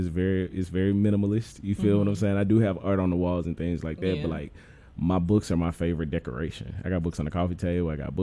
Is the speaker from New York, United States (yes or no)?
no; Memphis, Tennessee, United States; I'm very blessed to be from the first African American neighborhood in the nation. I'm from Orange Mound. And I grew up in the Mound when the Mound was the Mound.